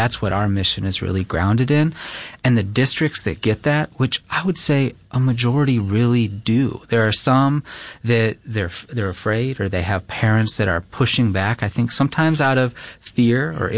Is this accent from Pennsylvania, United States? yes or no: no; Webster, New York, United States; in my school growing up in Webster